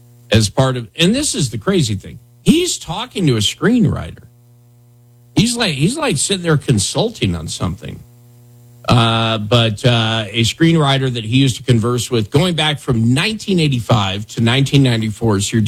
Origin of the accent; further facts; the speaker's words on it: Wyoming, United States; moved away as an adult; That's growing up in Wyoming, man.